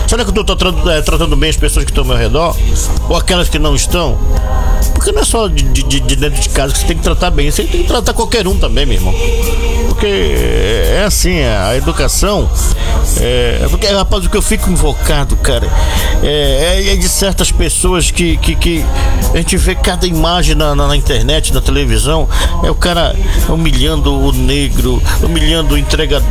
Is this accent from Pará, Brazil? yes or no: yes; Belém, Pará, Brazil; Não, eu sou belenense, sei aqui e tal, de Belém.